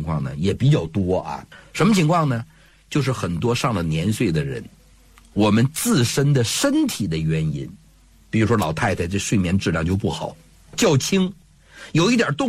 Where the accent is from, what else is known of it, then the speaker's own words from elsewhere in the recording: China; 咱们中国人有自己的传统